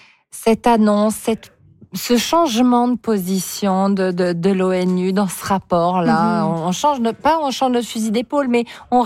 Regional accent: Quebec, Canada; Quels sont les impacts proches de nous, chez nous, au Bas-Saint-Laurent?

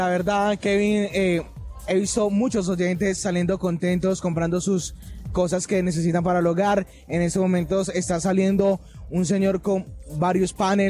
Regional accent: Cali, Valle del Cauca, Colombia; es importante que nos levantemos todos como colombianos y caleños que somos.

